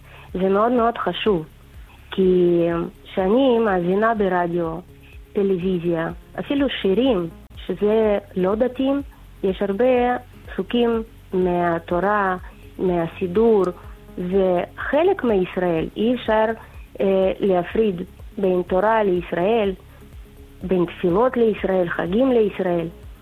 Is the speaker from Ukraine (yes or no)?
yes; Ukraine; Hebrew is a second language; moved away as an adult; also born or lived in Uman, Ukraine; now in Eilat, Israel; כאילו שאני לא בעצם יהודיה לפי מסמכים, למרות שגרתי באוקראינה ושנתיים גרתי באומן